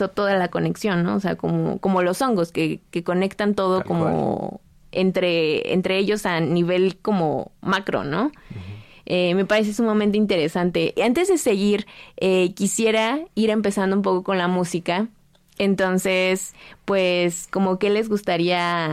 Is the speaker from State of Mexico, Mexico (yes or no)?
yes; Nicolás Romero, State of Mexico, Mexico